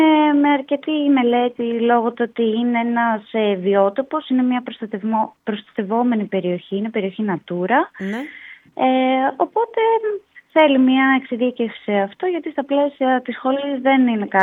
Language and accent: Greek; Komotini, Eastern Macedonia and Thrace, Greece; moved away as an adult; now in Athens, Greece; εργάζομαι στην Αθήνα, είμαι από την Κομοτηνή, μεγάλωσα στην Κομοτηνή και σπούδασα στην Ξάνθη